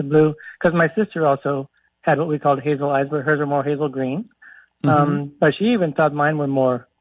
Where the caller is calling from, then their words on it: San Antonio, Texas, United States; I'm calling from San Antonio.